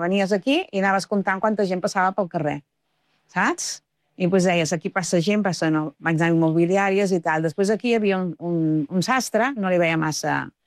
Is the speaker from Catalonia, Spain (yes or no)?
yes; Sabadell, Catalonia, Spain; perquè sóc de Sabadell